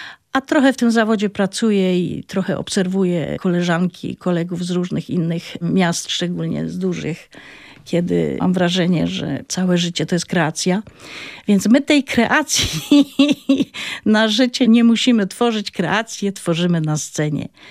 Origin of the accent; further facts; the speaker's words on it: Silesian Voivodeship, Poland; accent: Silesian; że słychać mój akcent, że o, teraz powiedziałaś, o, jak zaśpiewałaś, jak po śląsku.